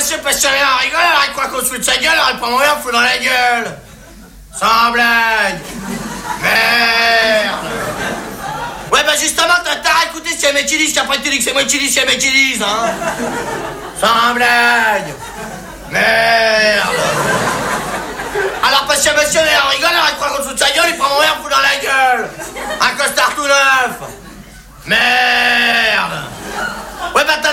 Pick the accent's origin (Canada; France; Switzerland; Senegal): France